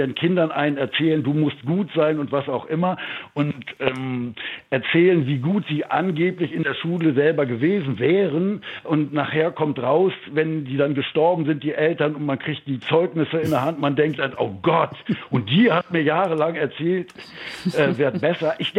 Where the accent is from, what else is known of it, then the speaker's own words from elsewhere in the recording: Düsseldorf, North Rhine-Westphalia, Germany; ich bin gebürtiger Düsseldorfer